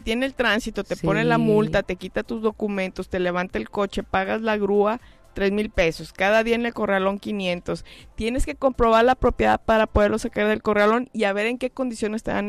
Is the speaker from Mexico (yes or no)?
yes; Nuevo León, Mexico; los que somos de Nuevo León.